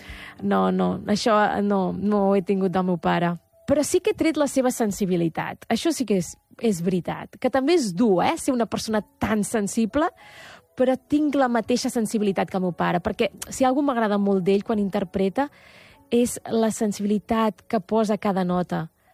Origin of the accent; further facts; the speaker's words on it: Terrassa, Catalonia, Spain; also born or lived in Matadepera; jo sóc terrassenca i estic a Terrassa tot el... Bueno, m'encanta Terrassa.